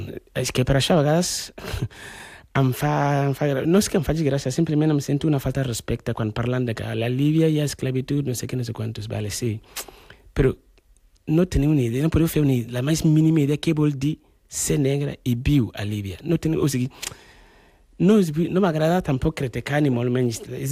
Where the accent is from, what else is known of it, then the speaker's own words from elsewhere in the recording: Ghana; also born or lived in Libya; now in Spain; no només venim gent de Ghana, venim gent de molts llocs